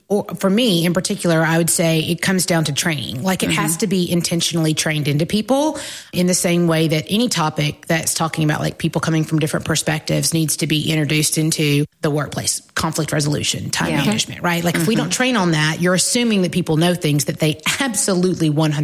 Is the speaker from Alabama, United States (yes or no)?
yes; Tuscaloosa, Alabama, United States; I'm feeling a deep connection to Samuel Peck here because I was also from Tuscaloosa and mm-hmm. finished school in 5 years.